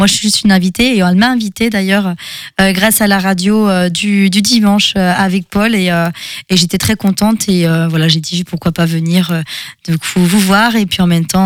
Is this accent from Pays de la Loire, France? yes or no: yes; Le Mans, Pays de la Loire, France; je viens quand même du Mans, je fais quand même une heure et demie de route à chaque fois pour venir vous voir